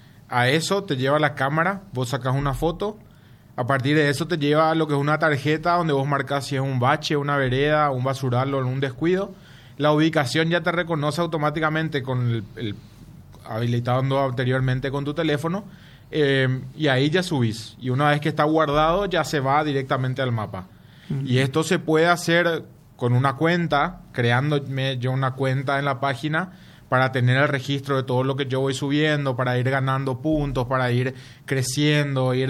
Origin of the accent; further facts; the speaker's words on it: Asunción, Paraguay; me puedes decir que soy un asunceno